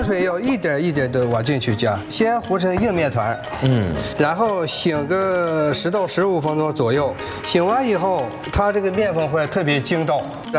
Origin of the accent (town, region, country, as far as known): Shaanxi, China